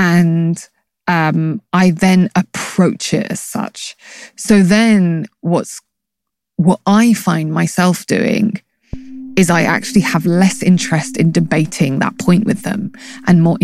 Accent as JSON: {"language": "English", "country": "United Kingdom"}